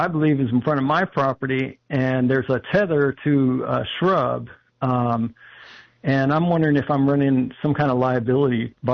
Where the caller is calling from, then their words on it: Live Oak, United States; I'm calling from Live Oak.